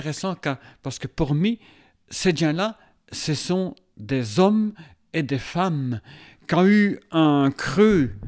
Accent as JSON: {"language": "French", "region": "Wallonia", "country": "Belgium", "accent": "Walloon", "said": "J'ai causé wallon quand j'ai revenu au village"}